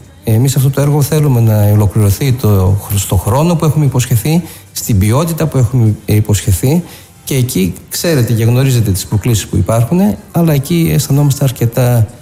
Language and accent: Greek; Thessaloniki, Central Macedonia, Greece; also born or lived in Athens; now in Thessaloniki, Greece; Σαν Θεσσαλονικιός που έχει ζήσει τα περισσότερα χρόνια του στην Αθήνα επαγγελματικά